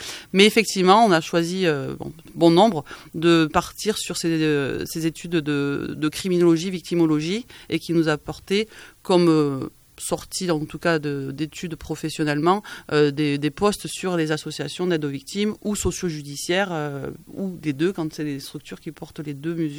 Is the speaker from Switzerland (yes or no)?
no; Pau, Nouvelle-Aquitaine, France; moved away as an adult; also born or lived in Paris; Je suis originaire de Pau, même.